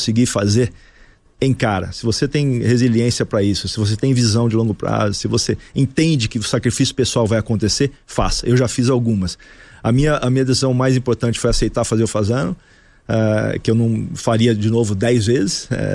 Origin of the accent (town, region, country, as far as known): Brazil; moved away